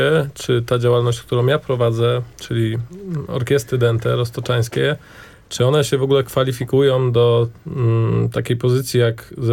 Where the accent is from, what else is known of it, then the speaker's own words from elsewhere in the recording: Greater Poland Voivodeship, Poland; moved away; ja pochodzę z małej miejscowości w powiecie, w którym w zachodniej Wielkopolsce funkcjonowała powiatowa orkiestra dęta oraz zespół folklorystyczny, akurat w mojej rodzinnej wiosce.